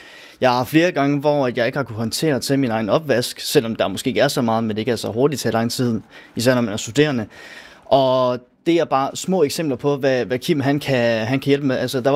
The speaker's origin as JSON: {"language": "Danish", "town": "Hvalpsund", "region": "North Denmark Region", "country": "Denmark", "moved": "as an adult", "lives_now": "Hobro, Denmark", "said": "jeg kommer fra Hvalpsund af, så jeg kommer altså ikke fra hverken Mariefjord Kommune af, eller fra Hobro af. Jeg kommer altså udefra"}